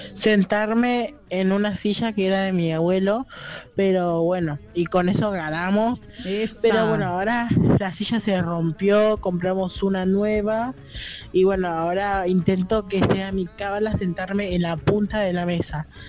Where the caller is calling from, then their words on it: Florencio Varela, Buenos Aires Province, Argentina; soy de Florencia Varela.